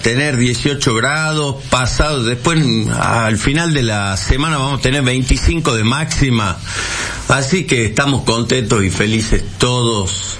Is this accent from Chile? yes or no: no; Argentina; este mundo del macho alfa cagado, que somos los argentinos.